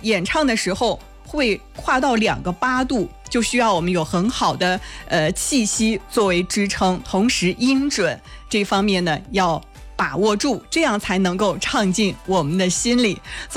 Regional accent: Henan, China

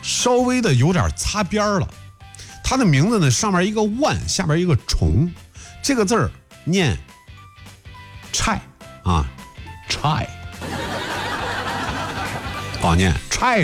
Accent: Zhengzhou, Henan, China; 咱们郑州人，

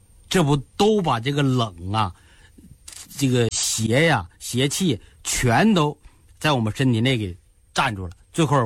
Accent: Northeast China, China; 尤其是在东北啊，因为我是东北人嘛

